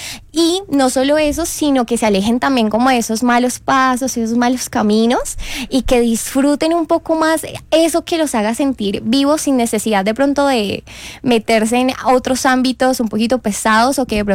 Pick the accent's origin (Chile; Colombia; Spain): Colombia; Bogotá; Yo soy de acá de Bogotá.